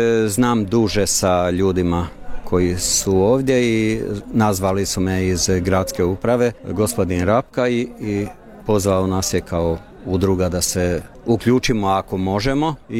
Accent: Vojvodina, Serbia; now in Virovitica, Croatia; ali ja sam doseljenik iz Vojvodine i bilo je potrebe da se i u Virovitici osnuje neka udruga

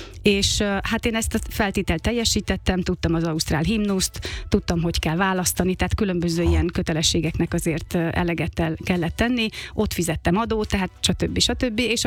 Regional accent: Hungary; moved away as an adult; also born or lived in Germany / Australia; és ugye az akcentusom meg ausztrál akcentus volt Amerikában, amit imádnak Amerikában, viszont a magyar származásom miatt

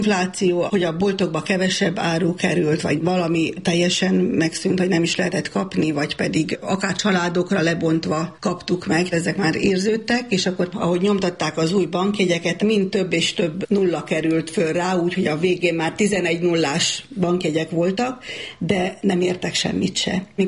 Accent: Bačko Dobro Polje, Vojvodina, Serbia; also born or lived in Subotica; innen faluról, Bács-Fekete-hegyről elkerültem Szabadkára, ott gimnáziumot kezdtem

